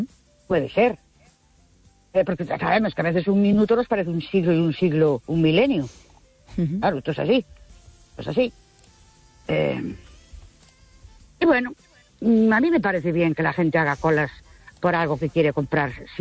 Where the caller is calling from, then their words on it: Ourense, Galicia, Spain; de Orense.